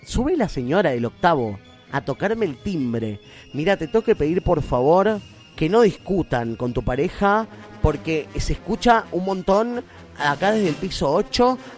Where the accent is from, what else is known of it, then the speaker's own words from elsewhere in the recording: Rivadavia, Mendoza, Argentina; Yo soy de Rivadavia y dicen por acá, tengo el vecino de enfrente que tiene dos novias.